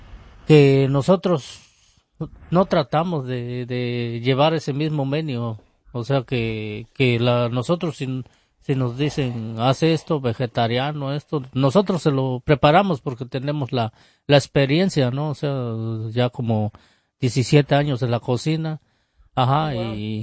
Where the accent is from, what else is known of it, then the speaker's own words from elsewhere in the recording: San Antonio de la Cal, Oaxaca, Mexico; now in United States; yo soy de San Antonio de la Cal. Una tierra, digamos, que todas las mujeres ahí se dedican a hacer las clayudas. Ahí es la cuna de las clayudas.